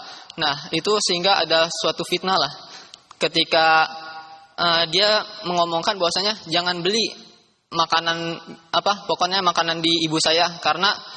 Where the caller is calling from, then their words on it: Bekasi, West Java, Indonesia; Saya dari Sukma Wijaya Kusuma dari Bekasi, STD Muhammad Nasir.